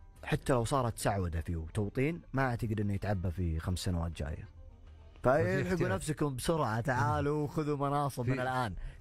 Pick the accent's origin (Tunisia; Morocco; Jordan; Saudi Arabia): Saudi Arabia; هذه وطننا، هذه ديرتنا